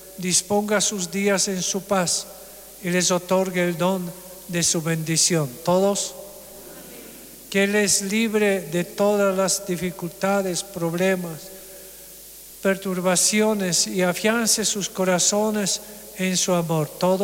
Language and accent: Spanish; Bolivia; como país, como familia boliviana.